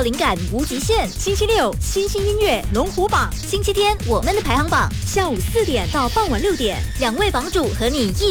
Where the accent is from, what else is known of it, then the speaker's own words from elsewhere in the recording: Malaysia; 虽然我们是来自不同的种族宗教可能不同的肤色都好，但我们就是生活在马来西亚嘛，